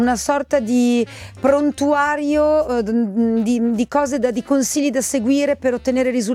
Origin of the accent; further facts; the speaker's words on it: Milan, Lombardy, Italy; Perché io da vera milanese.